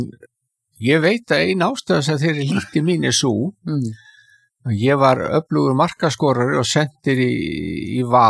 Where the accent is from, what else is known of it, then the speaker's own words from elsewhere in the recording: Reykjavík, Capital Region, Iceland; Ég er alinn upp í Skaftahlíðinni sem er mitt og milli þessa gamla framvallar og valsvallarins undir æsku hlíðinni.